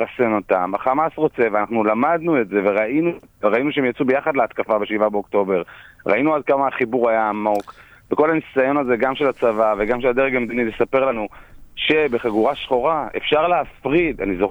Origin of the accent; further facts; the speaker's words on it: Morocco; אני מרוקאי, אתה רוצה לצאת הרעיון הזה? מרוקאי?